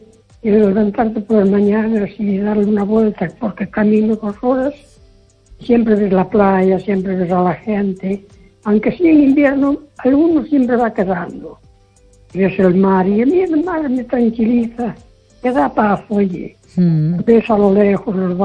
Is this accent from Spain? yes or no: yes; Castro de Rei, Galicia, Spain; born there; now in Foz, Spain; como sabéis, yo nací en Caso de Rey, en Tierra Llana